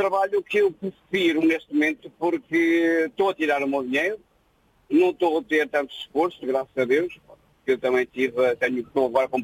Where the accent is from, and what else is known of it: Viseu, Portugal; born there